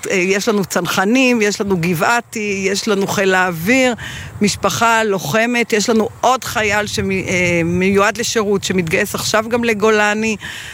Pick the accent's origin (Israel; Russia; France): Israel; Shoresh, Jerusalem District; אני גדלתי במשפחה ובכלל ביישוב שיש בו הרבה הרבה חיילים ומילואימניקים, אני ממושב שורש, ומסביבי היו תמיד חיילים, מילואימניקים